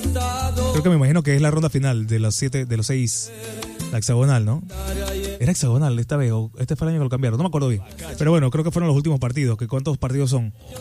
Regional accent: Panama; Nosotros como aficionados, como panameños, tenemos que apoyar a la selección y punto.

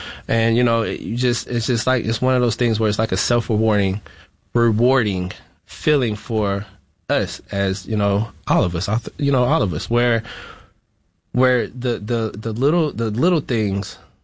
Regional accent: Florida, United States; You know, I was raised in Florida, so I can relate to the families and how a struggle may look

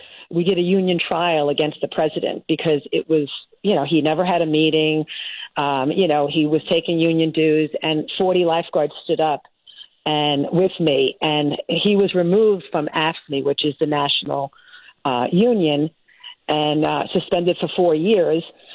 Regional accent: Brooklyn, New York, United States; I grew up in Brooklyn, and, you know, I didn't take any nonsense from anyone.

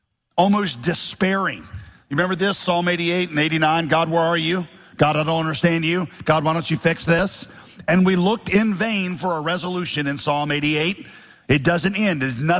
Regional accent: Winston-Salem, North Carolina, United States; Now, some of you might know, I grew up in Winston-Salem. That was my home city.

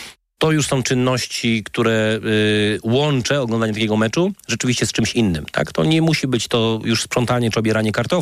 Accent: Wrocław, Lower Silesian Voivodeship, Poland; We Wrocławiu z racji urodzenia na początku lat 80. wychowywałem się po pierwsze w kulcie koszykarskiego Śląska

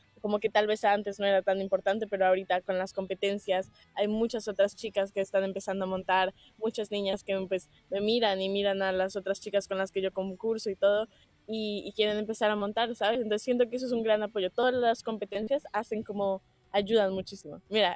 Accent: Colombia; also born or lived in Mexico; Sí. Mis papás son colombianos, toda mi familia es colombiana. Nací en México... estaban pues de viaje y como trabajando ahí durante un tiempo, entonces viví como 2 años en México y después me mudé

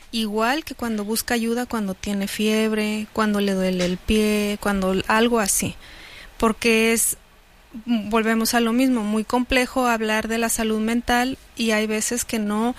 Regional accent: Mexico

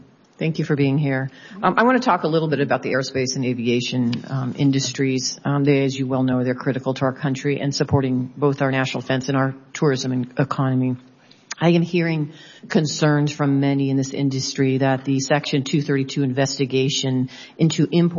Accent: Las Vegas, Nevada, United States; I have seen that in my home state of Las Vegas.

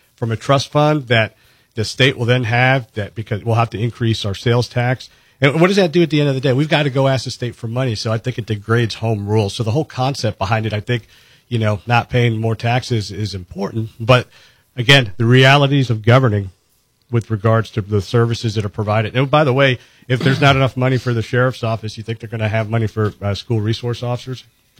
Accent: Titusville, Florida, United States; I'm born and raised here in Florida, right? I was born in Titusville, Florida.

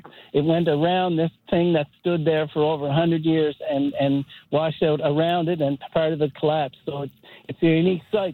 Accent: St. Peter's, Nova Scotia, Canada; now in Oban, Canada; Well, I'm currently in Oban, but I'm from St. Peter's.

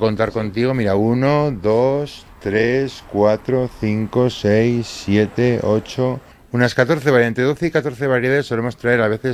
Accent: Navarre, Spain; Pero a mí, por ejemplo, como soy de Navarra y somos bastante tradicionales, me sigue tirando más el rosa

